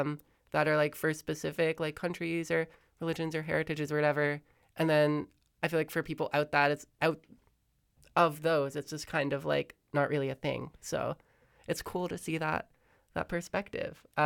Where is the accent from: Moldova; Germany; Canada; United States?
Canada; accent: Canadian; My Canadian accent.